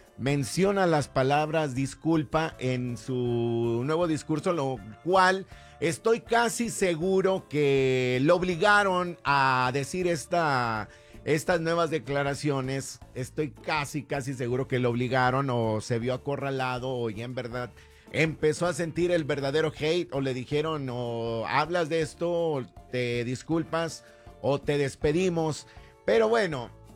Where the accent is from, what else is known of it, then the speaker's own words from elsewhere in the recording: Mexico; moved away; nosotros también venimos a este país buscando esa oportunidad que nuestros país México no nos dan